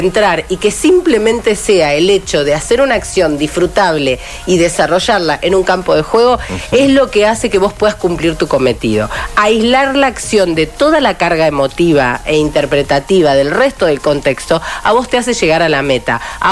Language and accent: Spanish; Argentina